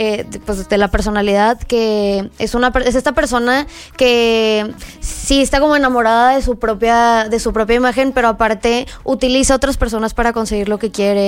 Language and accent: Spanish; Monterrey, Nuevo León, Mexico; Soy de Monterrey.